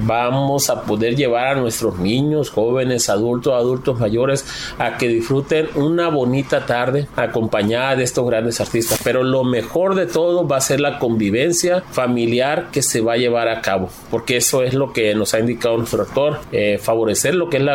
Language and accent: Spanish; Mexico; que nos da la identidad como mexicanos, celebrar nuestras raíces, nuestra mexicanidad